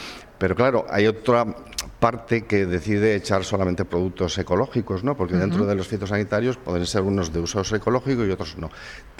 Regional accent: Deba, Basque Country, Spain; yo soy de Deva

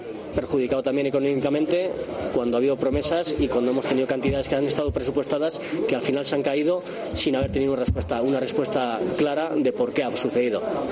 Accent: Irun, Basque Country, Spain; somos de la comarca, somos de Irún.

